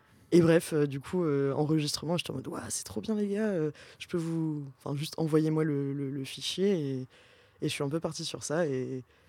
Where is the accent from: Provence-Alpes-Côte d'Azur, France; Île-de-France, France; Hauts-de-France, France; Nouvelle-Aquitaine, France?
Nouvelle-Aquitaine, France; Pau; Bah, moi, en fait, pour la petite histoire, je viens du sud-ouest de la France. Je viens de Pau, dans le Béarn.